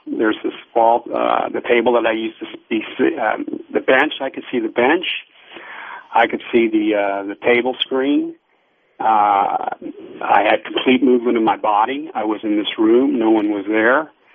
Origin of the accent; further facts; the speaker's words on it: United States; So, my bloodline is Italian, but I mean I've been third generation, whatever, second generation. I'm American.